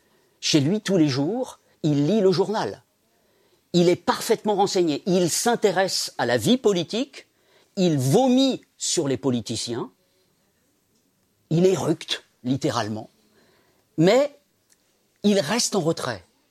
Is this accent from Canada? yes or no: no; Centre-Val de Loire, France; born there; Mais moi, je suis né en Eure-et-Loire.